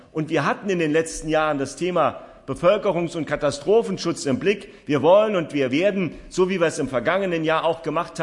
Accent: Rehlingen-Siersburg, Saarland, Germany; wenn in Waldwies, einer kleinen französischen Ortschaft direkt an der Grenze meiner Heimatgemeinde in Reningen-Siersburg bei Bieringen ein Flächenbrand da ist

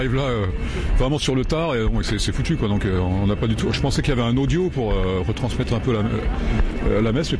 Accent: Provins, Île-de-France, France; Bah on vient de Provins.

